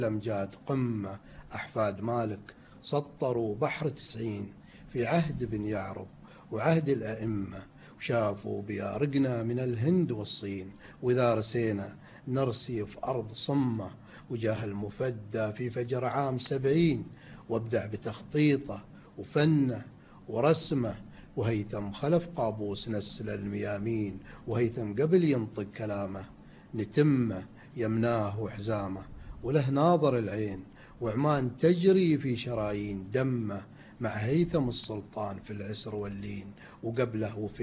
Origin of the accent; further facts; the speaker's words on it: Oman; عندنا في سلطنة عمان